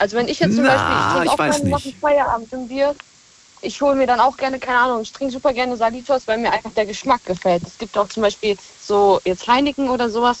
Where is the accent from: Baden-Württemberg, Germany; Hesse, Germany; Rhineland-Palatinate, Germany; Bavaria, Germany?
Rhineland-Palatinate, Germany; Montabaur; Montabaur.